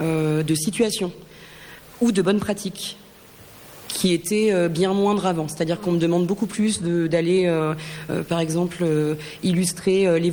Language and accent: French; the Alps, France; comme toi, je suis des Alpes